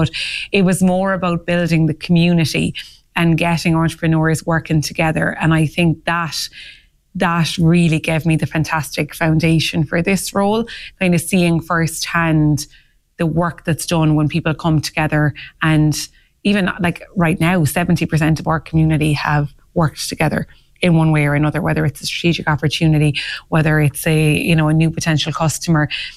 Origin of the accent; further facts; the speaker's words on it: County Clare, Ireland; moved away; I'm from Clare originally